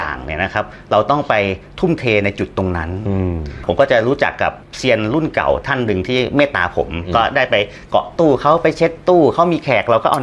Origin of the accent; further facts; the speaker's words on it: Saraburi, Thailand; moved away as an adult; also born or lived in Bangkok; ผมเป็นคนจังหวัดสระบุรีคนต่างจังหวัดนะครับ